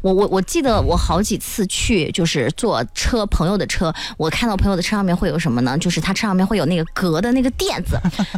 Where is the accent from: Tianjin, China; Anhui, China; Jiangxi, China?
Anhui, China; Chuzhou; 我是生于琅琊，长于生在琅琊，长在琅琊，现在住在南郊的人，